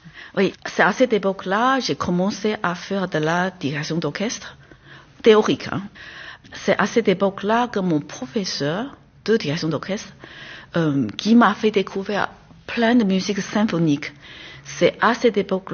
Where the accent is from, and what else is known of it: Taiwan; moved away as an adult; now in France